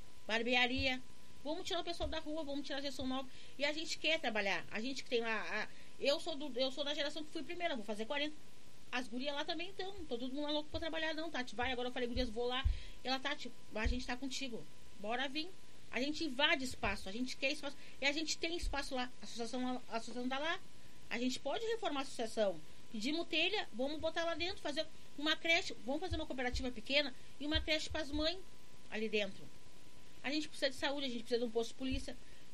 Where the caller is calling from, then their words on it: Brazil; Eu moro na Vila Brasil, eu não tô no bairro